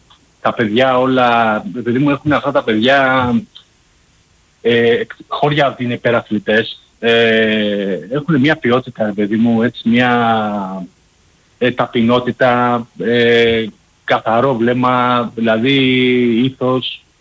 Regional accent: Palaio Faliro, Attica, Greece; από το Παλαιό Φάληρο

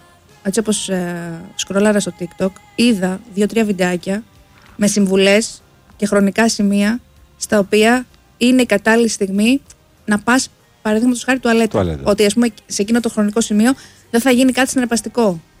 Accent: Patras, Western Greece, Greece; Και είμαι από την Πάτρα, ας πούμε, που στην Πάτρα έχουμε φουλ υγρασία. Είμαστε δίπλα στη θάλασσα.

